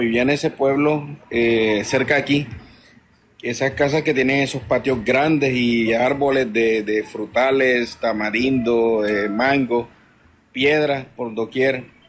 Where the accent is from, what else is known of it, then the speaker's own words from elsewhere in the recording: Bolívar, Colombia; now in Cartagena, Colombia; De un pueblo cerca de Arjona, Bolívar.